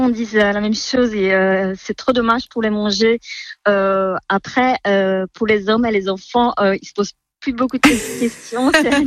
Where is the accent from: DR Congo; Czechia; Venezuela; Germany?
Czechia; French is a second language; moved away as an adult; now in Alsace, France; L'Alsace a beaucoup de ressemblances avec, avec ma région natale.